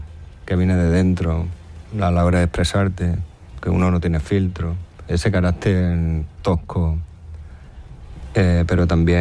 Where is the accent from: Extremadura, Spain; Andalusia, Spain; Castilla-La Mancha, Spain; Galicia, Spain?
Extremadura, Spain; Zafra; accent: castúo; moved away; de vida allí de pueblo extremeño, pues eso también me ha servido para tener la fuerza y la valentía de ir, moverme por el mundo y ni siquiera sin hablar inglés, imagínate. Hablando en castúo.